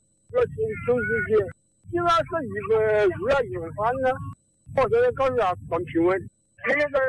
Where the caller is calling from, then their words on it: Songzi, Hubei, China; 我是松滋。